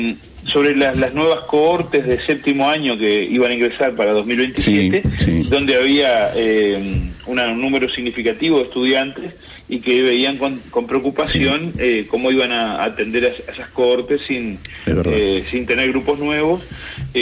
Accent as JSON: {"language": "Spanish", "region": "Cerro Largo", "country": "Uruguay", "tie": "born or raised there", "lives_now": "Rivera, Uruguay", "said": "Sí, soy nacido en Cerro Largo, hice toda la educación. Primaria, media, empecé profesorado en el IFD, pero después terminé en el CER."}